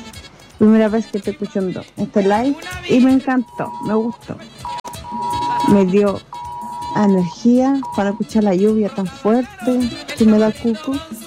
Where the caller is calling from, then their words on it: Canto del Agua, Atacama, Chile; Yo vivo en Canto del Agua.